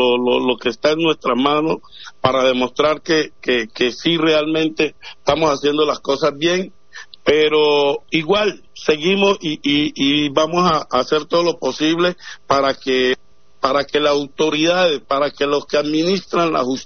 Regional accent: Colombia; somos colombianos

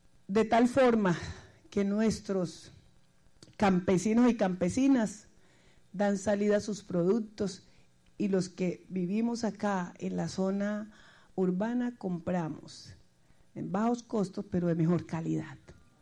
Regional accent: Buenaventura, Valle del Cauca, Colombia; born there; Nosotros nacimos en Buenaventura, nacimos en el Pacífico, amamos nuestra naturaleza

